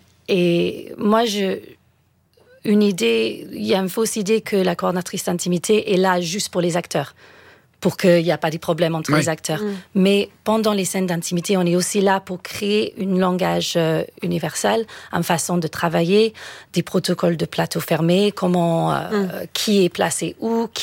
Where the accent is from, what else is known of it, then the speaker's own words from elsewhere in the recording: United Kingdom; French is a second language; Moi, je ne sais pas si vous avez entendu mon petit accent, je suis britannique à la base.